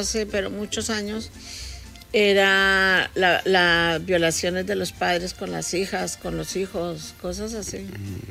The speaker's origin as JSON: {"language": "Spanish", "country": "Colombia", "moved": "yes", "lives_now": "Spain", "said": "Ya no es que porque estamos en España ahora somos españoles y no sabemos, yo sigo siendo colombiana"}